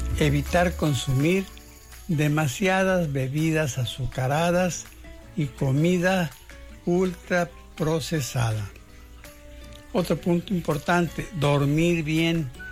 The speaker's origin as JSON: {"language": "Spanish", "town": "Guadalajara", "region": "Jalisco", "country": "Mexico", "tie": "born or raised there", "said": "Guadalajara, mi ciudad natal, ya tenía 1,000,000 de habitantes."}